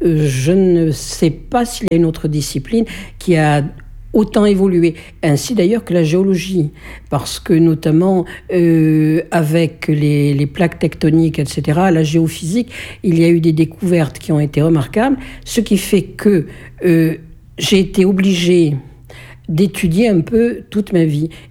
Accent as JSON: {"language": "French", "town": "Thiviers", "region": "Nouvelle-Aquitaine", "country": "France", "tie": "born or raised there", "said": "je suis né à Thiviers et il est vraisemblable que je vais mourir à Thiviers. Et je suis peut-être natif du Périgord, je suis resté dans le Périgord. Bon, j'ai voyagé, j'ai tourné, mais c'est là où j'ai habité. Et pourtant, je me sens citoyenne du monde. J'ai à la fois mes racines ici"}